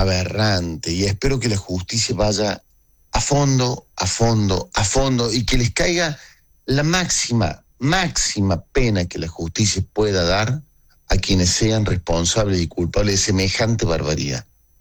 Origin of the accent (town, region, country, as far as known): Córdoba, Argentina